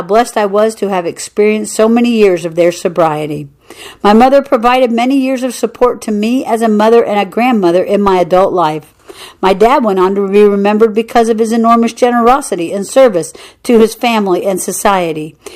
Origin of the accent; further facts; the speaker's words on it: the Prairies, Canada; I was raised on the Canadian prairie